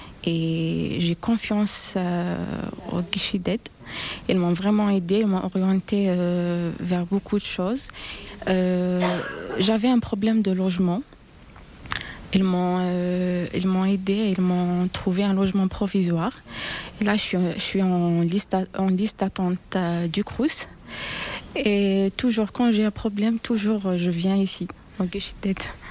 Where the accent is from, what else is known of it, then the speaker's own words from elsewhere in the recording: Algeria; moved away as an adult; now in Orléans, France; D'Algérie. Alors, dès mon arrivée en France, je connais personne ici à Orléans.